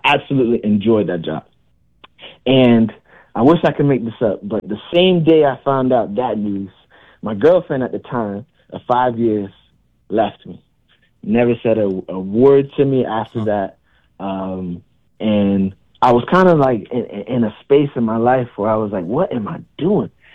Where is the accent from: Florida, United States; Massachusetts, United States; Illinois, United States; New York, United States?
Florida, United States; Miami; moved away as an adult; now in Iowa, United States; So from Miami, Florida, I was born and raised there 23 years, and now I'm flying out to Iowa.